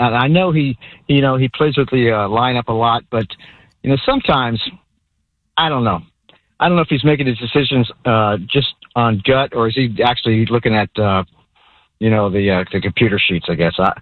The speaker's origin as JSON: {"language": "English", "town": "St. Petersburg", "region": "Florida", "country": "United States", "tie": "born there", "said": "I was born in St. Petersburg, and I tell you what, you know, they drive me crazy."}